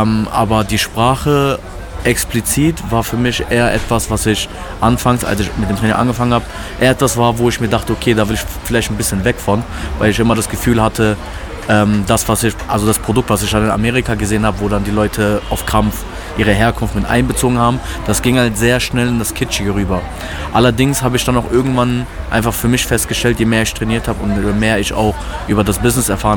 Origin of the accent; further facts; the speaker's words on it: Berlin, Germany; first language Turkish; aufgewachsen, aber gleichzeitig bin ich hier geboren und aufgewachsen.